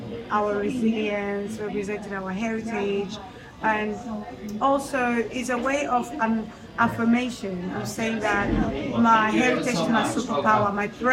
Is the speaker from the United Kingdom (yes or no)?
no; Thessaloniki, Central Macedonia, Greece; I'm a Greek Nigerian. I was born and raised in Thessaloniki, Greece, by Nigerian parents.